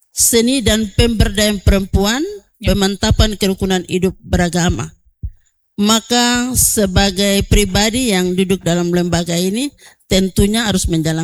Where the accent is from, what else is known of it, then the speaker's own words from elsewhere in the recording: West Papua, Indonesia; secara khusus kami suku Doreri.